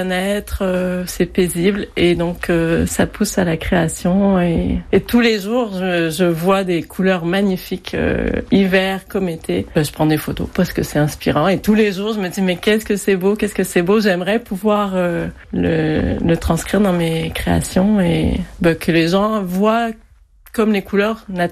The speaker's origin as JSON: {"language": "French", "town": "Montreal", "region": "Quebec", "country": "Canada", "tie": "born or raised there", "moved": "as an adult", "lives_now": "Corsica, France", "said": "J'ai vécu toute mon enfance à Montréal et j'ai eu envie de découvrir autre chose, de partir à l'aventure."}